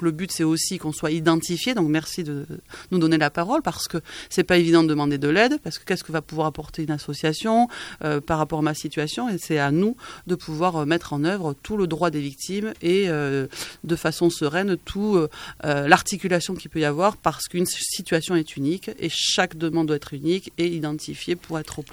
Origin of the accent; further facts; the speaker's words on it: Pau, Nouvelle-Aquitaine, France; moved away as an adult; also born or lived in Paris; Je suis originaire de Pau, même.